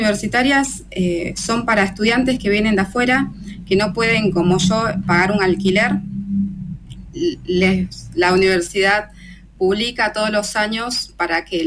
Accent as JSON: {"language": "Spanish", "town": "Mayor Buratovich", "region": "Buenos Aires", "country": "Argentina", "tie": "born or raised there", "lives_now": "Bahía Blanca, Argentina", "said": "Bahía Blanca no es el lugar en el que crecí. Yo soy de Mayor Buratovich."}